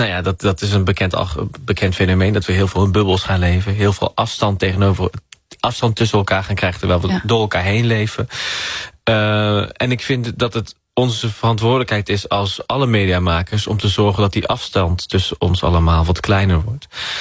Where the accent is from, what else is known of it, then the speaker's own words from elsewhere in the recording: Morocco; also born or lived in Netherlands; Toen denk je, maar ik ben ook Marokkaans. Ja. En ik ben Nederlander en ik ben het allebei.